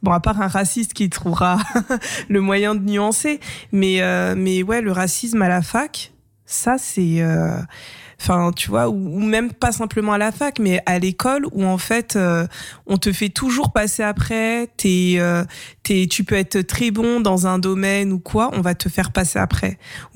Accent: Paris, Île-de-France, France; mais avant je disais bah je suis française. Tu vois, où je viens de Paris.

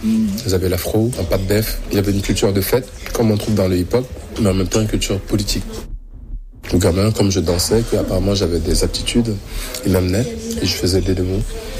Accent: West, Cameroon; moi je suis camerounais, je suis bamélique, je suis de l'Ouest.

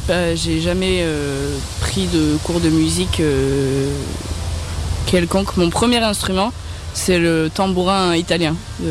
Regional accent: Occitanie, France; now in Lot, France; Quand j'étais petite, dans le village où j'ai grandi, dans les Cévennes

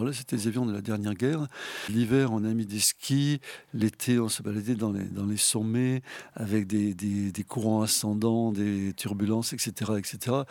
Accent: Toulouse, Occitanie, France; moved away; moi, je suis toulousain. Mes parents avaient construit une maison près du terrain de Montaudran.

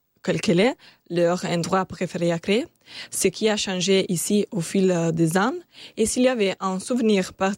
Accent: Ponte San Nicolò, Veneto, Italy; French is a second language; nous sommes trois amis italiens.

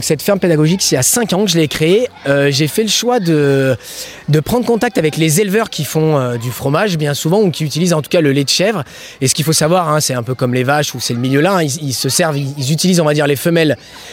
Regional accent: Normandy, France; je suis de Oust-sur-Scie, donc vraiment pas loin d'ici.

